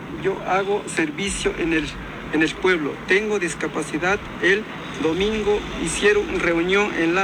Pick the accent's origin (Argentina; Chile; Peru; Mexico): Mexico; Chichicapa, Puebla; Soy de Chichicapa, Jalpan, Puebla.